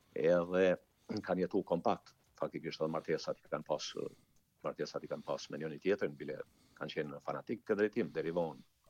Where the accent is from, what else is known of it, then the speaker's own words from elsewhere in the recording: Deçan, Peja District, Kosovo; nga Komuna Deçanit